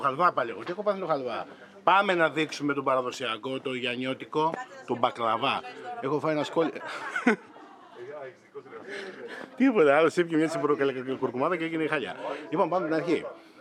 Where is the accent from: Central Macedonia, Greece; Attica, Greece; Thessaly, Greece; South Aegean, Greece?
Thessaly, Greece; Farsala; Μια αιωλή που λέμε στο χωριό μου. Αχ, ποιο χωριό? Φαρσαλά.